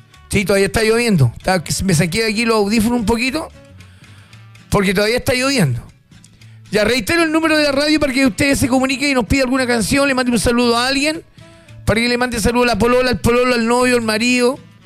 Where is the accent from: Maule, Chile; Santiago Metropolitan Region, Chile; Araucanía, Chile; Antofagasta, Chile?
Araucanía, Chile; Angol; Yo soy de Angol